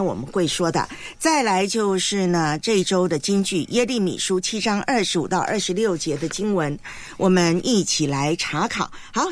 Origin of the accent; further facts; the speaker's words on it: southern Taiwan, Taiwan; moved away; 的故乡呢，台湾的南部呢